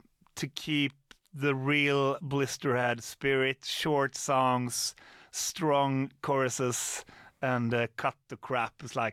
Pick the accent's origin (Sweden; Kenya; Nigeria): Sweden; Falköping, Västra Götaland; So I'm from Falköping